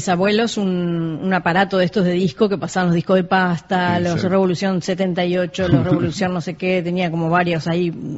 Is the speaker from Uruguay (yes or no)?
yes; Uruguay; los del litoral tenemos la gran influencia del folclore argentino